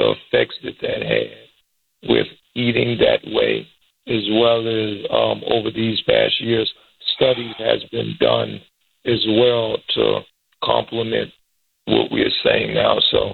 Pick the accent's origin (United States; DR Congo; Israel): Israel; me growing up in Israel and never having meat or dairy in my life